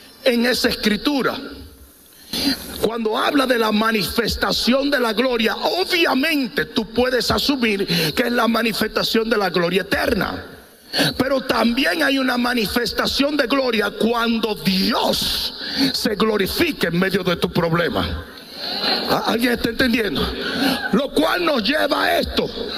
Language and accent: Spanish; Dominican Republic; en mi país, esa nación europea, la República Dominicana